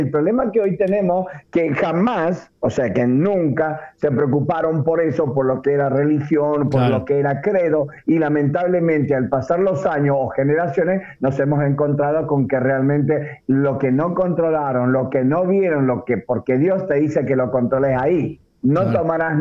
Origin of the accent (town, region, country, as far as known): Argentina